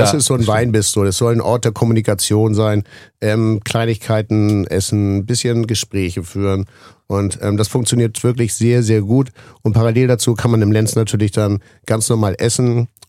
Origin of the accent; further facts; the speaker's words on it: Mölln, Schleswig-Holstein, Germany; born there; now in Hamburg, Germany; Das passte mir auch sehr gut, weil ich bin gebürtiger Möllner.